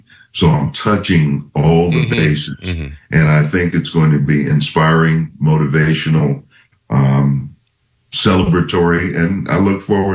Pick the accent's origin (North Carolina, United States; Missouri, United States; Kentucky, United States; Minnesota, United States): Minnesota, United States; The Vikings, my hometown, drafted me.